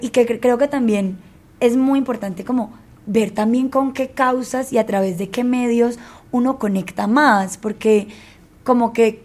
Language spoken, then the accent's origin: Spanish; Medellín, Antioquia, Colombia; now in Bogotá, Colombia; nosotros somos de Medellín, pero Bogotá nos ha acogido de una manera pues muy hermosa